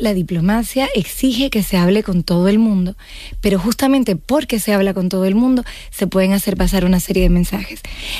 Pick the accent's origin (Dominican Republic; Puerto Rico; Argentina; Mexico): Dominican Republic; first language es; also born or lived in Madrid, Spain; La verdad es que soy franco-dominicana. Y de hecho crecí en el Caribe. Mi mamá es dominicana y viví en Madrid hasta hace poco, y me siento muy española.